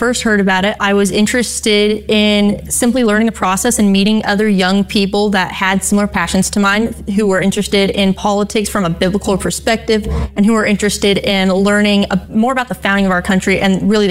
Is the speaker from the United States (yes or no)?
yes; Idaho, United States; Now, I may be a little bit biased because I am from Idaho, and I have only been to the Idaho Capitol before